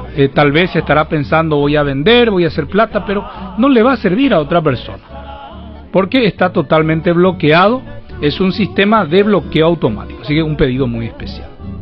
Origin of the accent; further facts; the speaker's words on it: Paraguay; nosotros como paraguayos